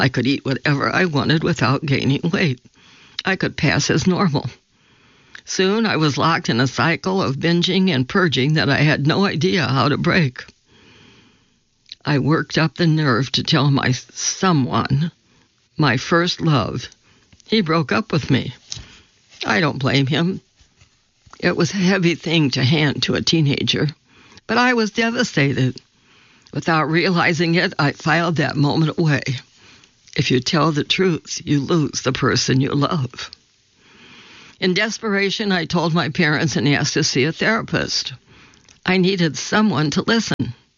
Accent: Roanoke, Virginia, United States; I grew up in Roanoke, Virginia, the second of four children. Mom worked for a nonprofit, and Dad was a judge.

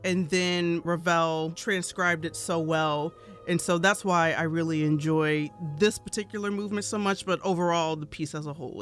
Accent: Indiana, United States; now in Lansing, United States; I am originally from Indiana, but I'm based in Lansing.

